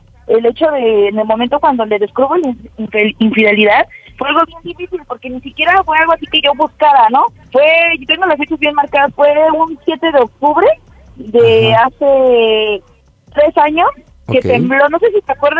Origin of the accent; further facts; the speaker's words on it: State of Mexico, Mexico; Soy del Estado de México y tengo 36 años.